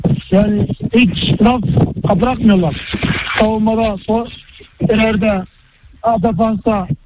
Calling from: Istanbul, Turkey; Esenler'den arıyorum.

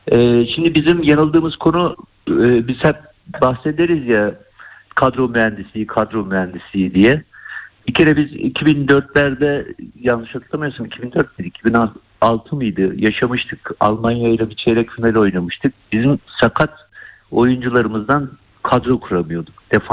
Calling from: Istanbul, Turkey; ben İstanbul'da, Esenler'den arıyorum.

